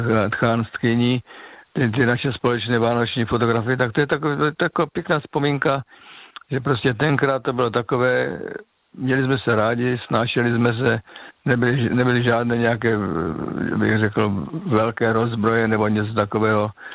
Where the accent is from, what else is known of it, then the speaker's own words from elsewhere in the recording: Moravian Slovakia, Czechia; já pocházím z Moravskoslovácka a tam jsme vlastně byli tři generace babičky, rodiče a my kluci jako, takže tam to bylo taky takové, tak to bylo takové, jak se říká, dědina, tam znal každý každého